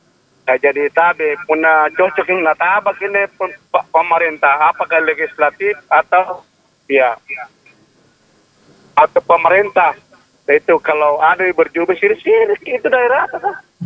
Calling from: Indonesia; semua rakyat Indonesia kan gotong royong minjam.

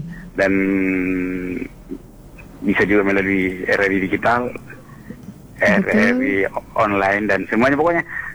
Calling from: Pinrang, South Sulawesi, Indonesia; Kalau di sini tiap hari kayaknya hujan. Pinrangnya. Ya, di perbatasan, bagian utara Kecamatan Lembang.

